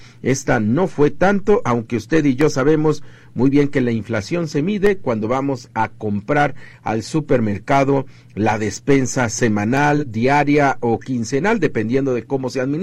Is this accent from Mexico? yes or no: yes; Mexico